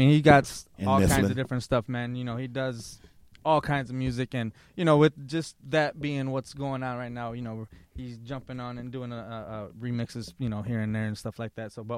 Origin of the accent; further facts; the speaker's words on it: Lansing, Michigan, United States; You know, I'm originally from Lansing.